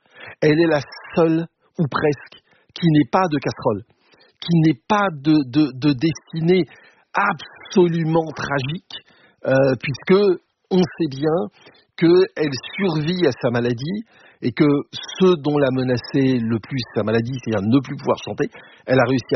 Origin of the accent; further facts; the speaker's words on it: Paris, Île-de-France, France; Je ne dis pas ça parce que je suis parisien